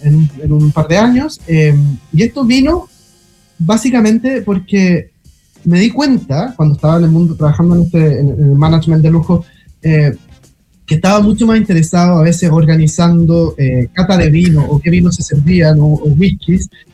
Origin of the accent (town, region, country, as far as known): Chile; born or raised there; moved away as an adult; now in London, United Kingdom